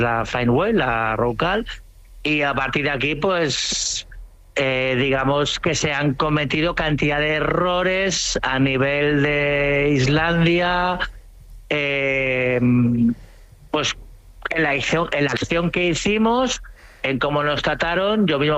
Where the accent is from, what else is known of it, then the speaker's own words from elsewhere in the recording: Cambrils, Catalonia, Spain; born there; cuando llego a casa, a mi pueblo, a Cambrils